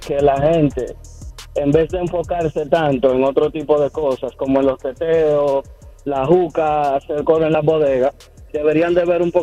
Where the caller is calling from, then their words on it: Dominican Republic; como decimos los dominicanos